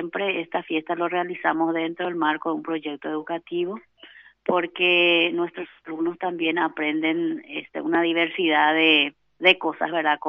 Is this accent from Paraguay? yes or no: yes; Paraguay; nuestras costumbres, nuestro folclore, nuestra identidad como paraguayos.